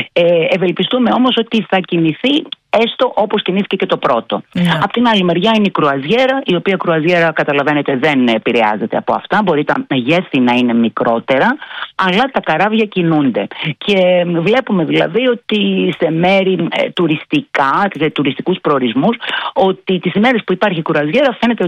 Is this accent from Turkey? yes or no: yes; Turkey; Greek is a second language; έδωσε συγχαρητήρια για το επίπεδο της γλώσσας μου, λέγοντας ότι μιλάω πολύ καλά αυτή τη γλώσσα. Αν και είμαι Τουρκάλα.